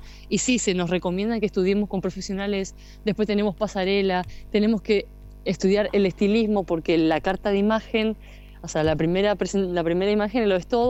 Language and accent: Spanish; Río Gallegos, Santa Cruz, Argentina; born or raised there